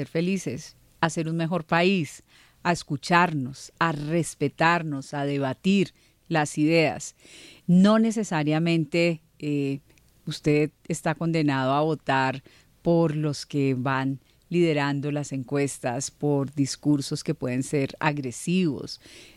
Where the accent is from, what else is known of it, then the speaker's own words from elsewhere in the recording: Bogotá, Bogotá D.C., Colombia; born there; Yo soy egresada de un colegio público de Bogotá, del Liceo Femenino de Cundinamarca.